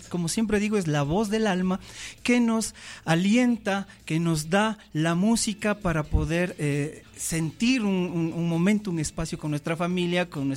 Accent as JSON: {"language": "Spanish", "country": "Ecuador"}